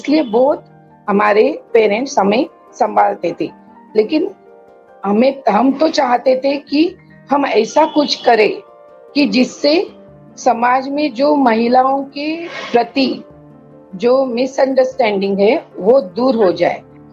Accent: Saramble, Maharashtra, India; मैं सिंधुदुर्ग जिला के सरंबल गांव से बिलोंग करती हूँ, कुडाल तालुका है हमारा।

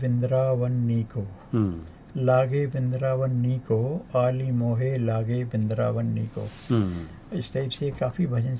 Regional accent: Tikamgarh, Madhya Pradesh, India; हमारे परिवार में हम लोग चार भाई चार बहन हैं, और 40 आदमी सर हमारे एक ही घर में रहते थे। अच्छा। और सर एक चूल्हे पे खाना बनता था, ये मिसाल था टीकमगढ़ का

